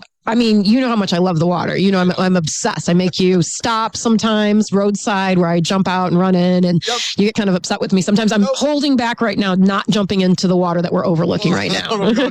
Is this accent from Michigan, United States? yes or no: yes; Wyandotte, Michigan, United States; I grew up in Wyandotte, which is downriver. And so definitely a river community, lots of boating, lots of things.